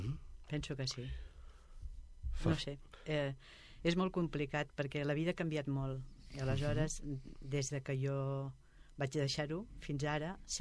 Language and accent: Catalan; Cunit, Catalonia, Spain; Cunit és una gran ciutat avui en dia. Hi ha molta gent. Jo visc aquí al centre del poble i aleshores encara tota la gent que viu per aquí a prop meu encara són gent del poble que ens coneixem, ens saludem, ens diem bon dia